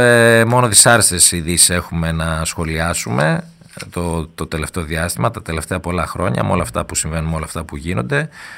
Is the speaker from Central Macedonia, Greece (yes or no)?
yes; Katerini, Central Macedonia, Greece; Εγώ από εκεί που είμαι, κύριε Ξάνθη, από την Κατερίνη